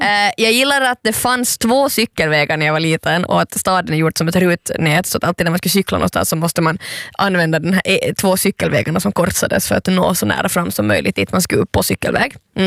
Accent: Vaasa, Ostrobothnia, Finland; moved away; jag brukar ju inte säga jättemycket om Vasa som är min hemort.

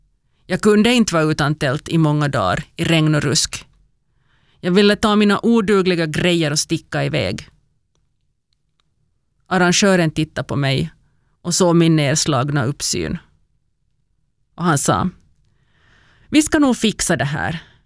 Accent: Vaasa, Ostrobothnia, Finland; och jag kommer från Vasa.

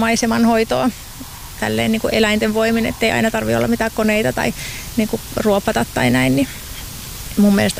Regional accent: Pieksämäki, South Savo, Finland; now in Espoo, Finland; Mä olen itse Pieksämäeltä kotoisin, niin kiva, että täällä on jotain tämmöistä vähän erilaistakin välillä.

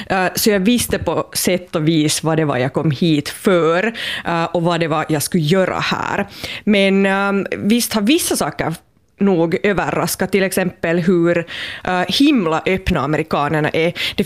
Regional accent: Finland; moved away as an adult; now in United States; hemma i Finland

